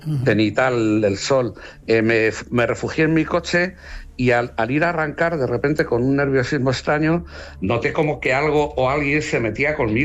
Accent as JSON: {"language": "Spanish", "town": "Cuenca", "region": "Castilla-La Mancha", "country": "Spain", "tie": "born there", "said": "Pues fíjate, arranca de mi infancia, yo creo. Yo nací en Cuenca"}